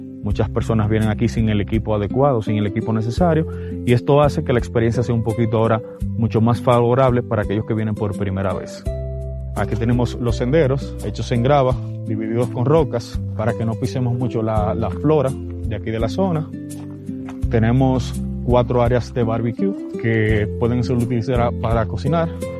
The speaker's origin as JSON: {"language": "Spanish", "country": "Dominican Republic"}